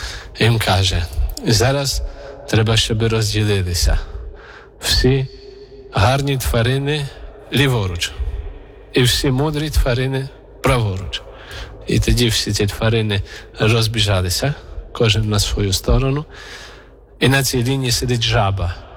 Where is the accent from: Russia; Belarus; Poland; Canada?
Poland; Warsaw, Masovian Voivodeship; moved away as an adult; now in Kyiv, Ukraine; я сам родом з Варшави, теж зі столиці.